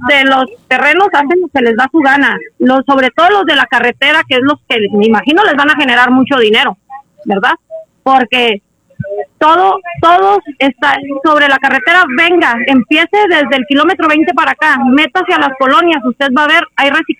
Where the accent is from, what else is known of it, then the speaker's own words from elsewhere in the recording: Ciudad Juárez, Chihuahua, Mexico; nosotros que vivimos, nacimos y nos criamos aquí